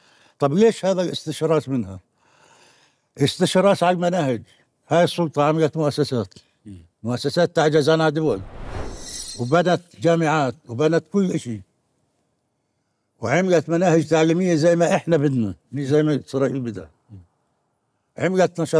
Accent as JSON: {"language": "Arabic", "country": "Palestine", "said": "وإن إحنا كشعب فلسطيني إحنا نقيض هذا الغزو الاحتلالي والإحلالي في نفس الوقت"}